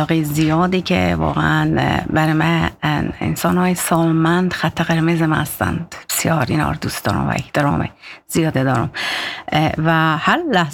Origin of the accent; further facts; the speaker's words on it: Herat, Afghanistan; now in Zurich, Switzerland; از هرات باستان، اون رقم که فکر کنم لهجه من فهمیده میشه. مدت فکر میکنم 21 سال یا 22 سال میشه که در سوئیس هستیم، در همین کانتون زوریخ